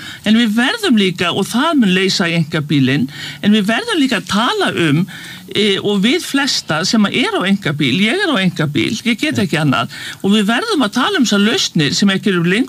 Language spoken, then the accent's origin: Icelandic; Reykjavík, Capital Region, Iceland; en ég hef aldrei skilið það sem Breiðhyltingur.